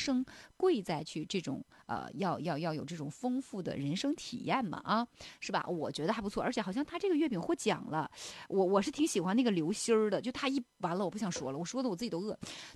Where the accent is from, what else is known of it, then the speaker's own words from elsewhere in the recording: Heilongjiang, China; moved away; 我老家不是黑龙江吗？我那时候是每年过年的时候会回家一次，就是因为我爸我妈还在那边